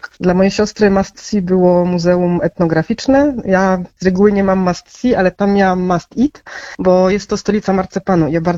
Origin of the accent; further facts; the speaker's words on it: southern Poland, Poland; bo jestem właśnie z południa Polski.